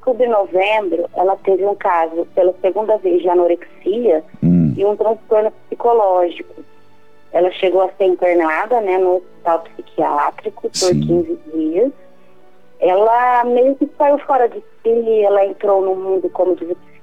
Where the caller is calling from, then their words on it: Magda, São Paulo, Brazil; Eu falo de Magda, São Paulo.